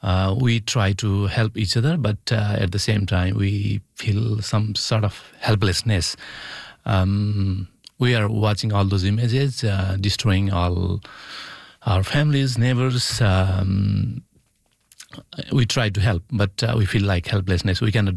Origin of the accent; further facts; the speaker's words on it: Nepal; now in Canada; As a Nepalese Canadian, I'm Canadian too.